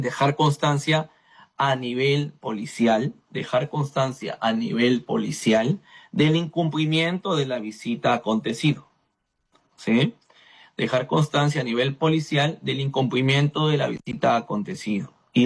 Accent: Chiclayo, Lambayeque, Peru; bendiciones hasta mi tierra hermosa de Chiclayos

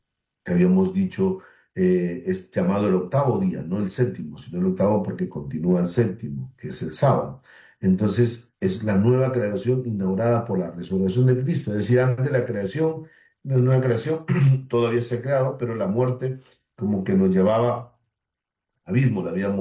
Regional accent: Tumbes, Peru; Saludar a todos nuestros hermanos norteños, mis paisanos, yo soy de Tumbes

